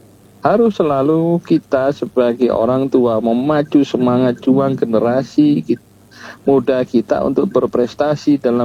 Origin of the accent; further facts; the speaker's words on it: Indonesia; Kita harus bangga lahir di Indonesia, negeri yang damai, negeri yang guyub, negeri yang teduh.